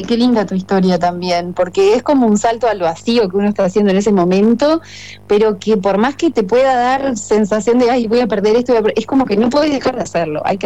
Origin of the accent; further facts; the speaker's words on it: Uruguay; now in Piriápolis, Uruguay; soy uruguayo